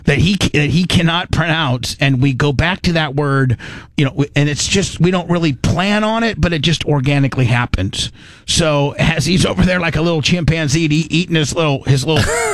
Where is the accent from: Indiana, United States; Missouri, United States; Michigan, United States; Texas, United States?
Indiana, United States; Warsaw; So Gene, I grew up in Warsaw, which is the capital of, or the, you know, the you know, each county has, like, let me, each county has its capital.